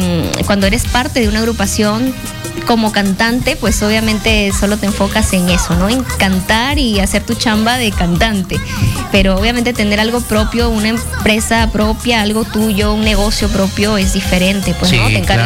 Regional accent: Chiclayo, Lambayeque, Peru; soy norteña, chiclayana.

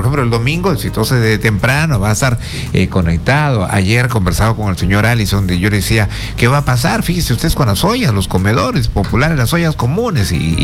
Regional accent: Cabo Blanco, Piura, Peru; Cabo Blanco, mi tierra.

